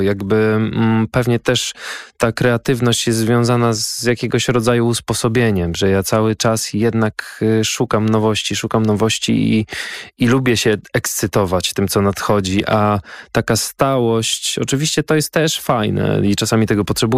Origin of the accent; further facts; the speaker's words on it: Ostróda, Warmian-Masurian Voivodeship, Poland; now in Warsaw, Poland; pochodzę z miasta, w którym nie ma tradycji za bardzo muzycznych, bo ja pochodzę z Ostródy.